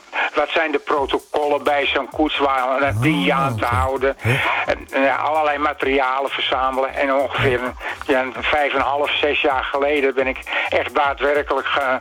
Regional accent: Amsterdam, North Holland, Netherlands; In mijn jeugd ben ik geboren in de Jordaan, net na de oorlog. En daar was armoede troef.

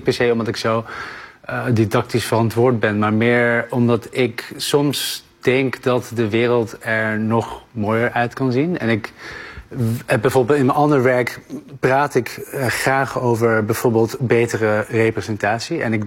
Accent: Netherlands; ik denk vooral toen ik in Nederland hier opgroeide. Ja, ik ben hier geboren en hier naar school ging.

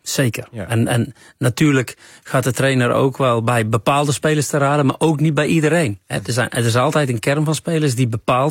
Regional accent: Netherlands; Maar nog steeds zijn wij Nederlanders.

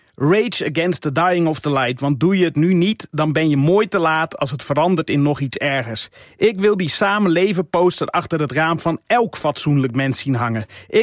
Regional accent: Netherlands; Maar helaas zijn wij Nederlanders te druk met op het terras zitten.

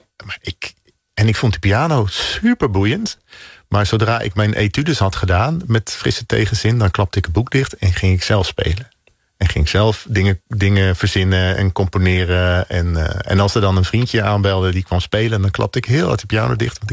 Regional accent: Zeeland, Netherlands; mijn ouderlijk huis in Oosterburg, dat lag tussen, het ligt nog steeds tussen Middelburg en Vlissingen, waar ik ben opgegroeid.

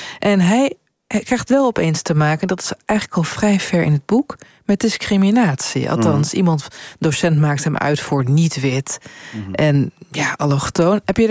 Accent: Overijssel, Netherlands; Ik bezoek ook veel scholen en ik kom toevallig uit Twente. En ik zat op een school met best wel veel leerlingen van ook Turkse en Molukse komaf.

